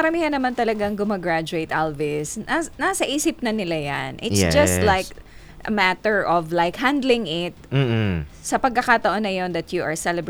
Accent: Tiwi, Bicol Region, Philippines; we're from Tiwi.

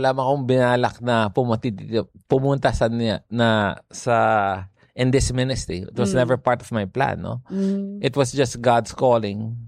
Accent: San Pablo, Calabarzon, Philippines; Laking ako, Laguna. Tagalog ako, taga San Pablo, Laguna.

